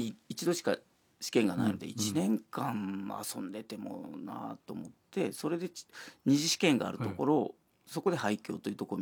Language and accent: Japanese; Yamaguchi, Japan; moved away as an adult; now in Tokyo, Japan; それでまあ山口県出身なので